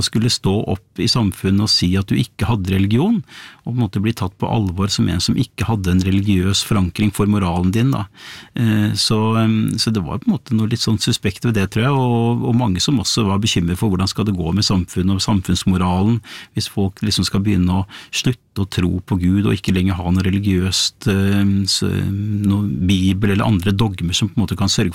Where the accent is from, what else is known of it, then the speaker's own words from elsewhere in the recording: Bærum, Akershus, Norway; Ja, det visste jeg jo, fordi at jeg vokste opp I Bærum på 70-tallet, blått og konservativt Bærum.